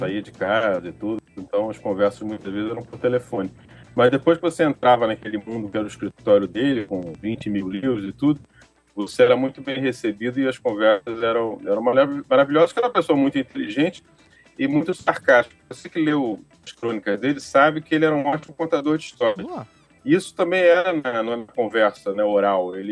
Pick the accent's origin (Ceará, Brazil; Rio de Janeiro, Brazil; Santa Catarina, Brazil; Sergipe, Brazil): Rio de Janeiro, Brazil; eu sou meio suburbano, sou do Grajaú, perto de Vila Isabel